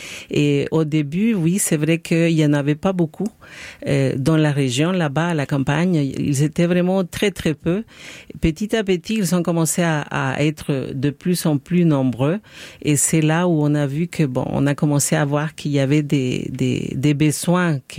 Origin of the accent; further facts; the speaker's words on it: El Salvador; moved away as an adult; also born or lived in France; now in Montreal, Canada; je viens du Salvador, oui. Ça fait très, très longtemps que j'ai quitté mon pays à cause de la guerre qui a vécu mon pays dans les années 70 et 80. Donc, j'ai quitté mon pays à l'âge de 18 ans. Je suis partie parce que c'était pas tellement sécuritaire. J'ai vécu en France quelques années aussi